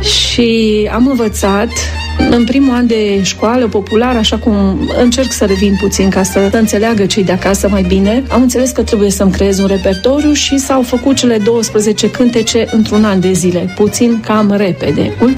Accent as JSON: {"language": "Romanian", "town": "Turda", "region": "Cluj County", "country": "Romania", "said": "să știe toată lumea că eu vin de la Turda."}